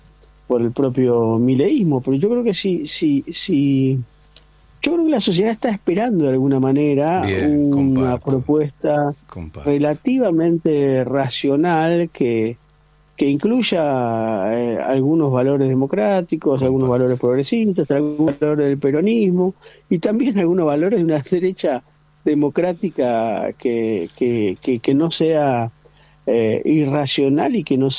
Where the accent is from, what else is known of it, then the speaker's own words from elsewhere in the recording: Argentina; Yo como argentino